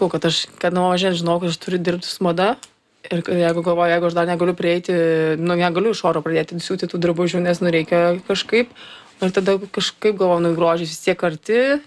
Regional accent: Alytus, Alytus County, Lithuania; Ir aš kadangi augau Alytuje, tai Alytuje buvo dvi opcijos.

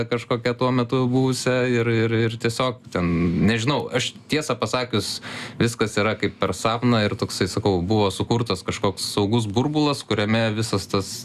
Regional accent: Kaunas, Kaunas County, Lithuania; užaugau Kaune

